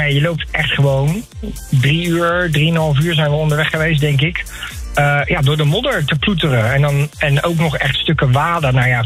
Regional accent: Netherlands; Ja, we dachten dat als echte Nederlander dat je een keertje moet hebben gewatlopen.

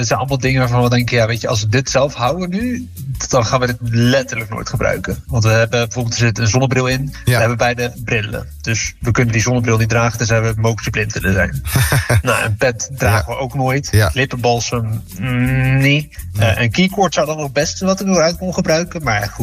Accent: Apeldoorn, Gelderland, Netherlands; Apeldoorn.

